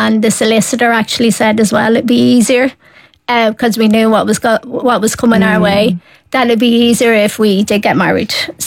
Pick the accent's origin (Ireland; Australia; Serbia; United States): Ireland; Wicklow, Leinster; In Wicklow. So we're originally from Wicklow.